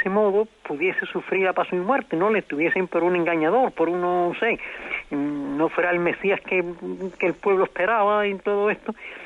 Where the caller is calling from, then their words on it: Seville, Andalusia, Spain; sí, de Sevilla.